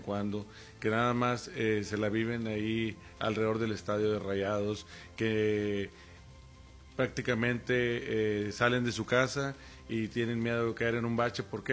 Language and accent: Spanish; Guadalupe, Mexico; Bueno, yo nací en Guadalupe, mi acta de nacimiento dice nacido y vivo en Guadalupe. Vivo en Guadalupe y quiero seguir viviendo en Guadalupe